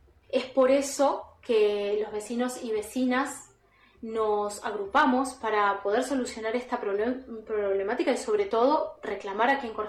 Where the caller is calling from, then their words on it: Dique Luján, Buenos Aires Province, Argentina; Yo vivo en Dique Luján, que es un pueblo en el partido de Tigre, frente a la primera sección de islas del Delta del Paraná, que es un paraíso en el mundo